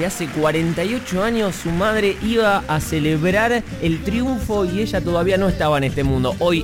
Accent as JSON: {"language": "Spanish", "country": "Argentina", "said": "lo lindo de ser argentino."}